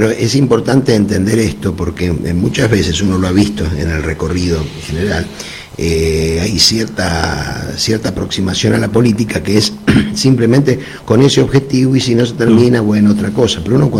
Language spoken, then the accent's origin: Spanish; Lomas de Zamora, Buenos Aires Province, Argentina; moved away as an adult; now in Bahía Blanca, Argentina; yo hace 35 años que estoy acá en Bahía Blanca, la tomé como mi ciudad adoptiva, soy oriundo allá de Loma de Zamora, y vine de muy joven con mis hijos muy chiquitos